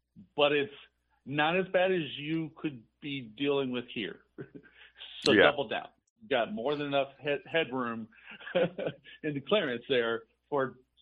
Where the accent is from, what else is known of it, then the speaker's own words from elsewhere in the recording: Houston, Texas, United States; It's very much like I grew up in Houston dealing with hurricanes.